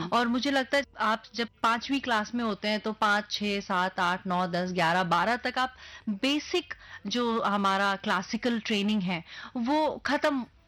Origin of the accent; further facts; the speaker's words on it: Dehradun, Uttarakhand, India; देहरादून से मैं हूँ, पली बड़ी वहीं पर हूँ